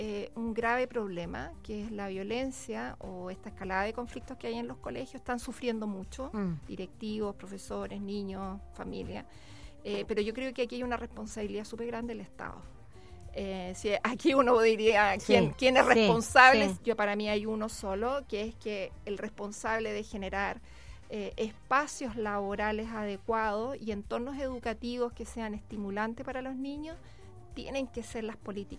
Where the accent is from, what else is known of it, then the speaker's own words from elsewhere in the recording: Talagante, Santiago Metropolitan Region, Chile; Vengo de la comuna de Talagante.